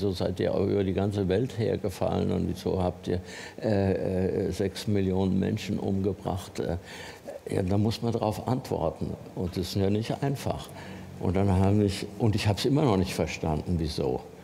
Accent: Hesse, Germany; now in Berlin, Germany; wo ich da im Taunus in einem kleinen engen Tal aufgewachsen bin im Wald.

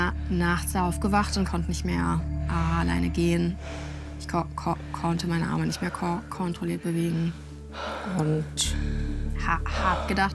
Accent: Cologne, North Rhine-Westphalia, Germany; ich komme aus Köln

